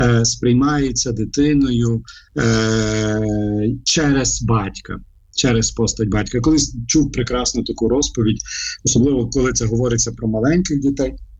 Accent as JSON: {"language": "Ukrainian", "town": "Lviv", "region": "Lviv Oblast", "country": "Ukraine", "tie": "born or raised there", "said": "я зростав у Львові"}